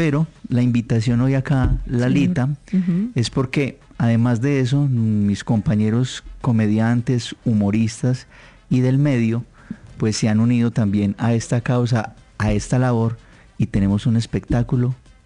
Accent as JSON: {"language": "Spanish", "town": "Apía", "region": "Risaralda", "country": "Colombia", "said": "Yo soy de Apia Risaralda, sí. De la vereda San Carlos, de sector El Hoyo"}